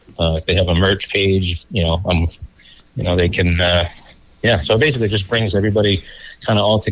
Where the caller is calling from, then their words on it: Dayton, Maine, United States; I am from Dayton, Maine.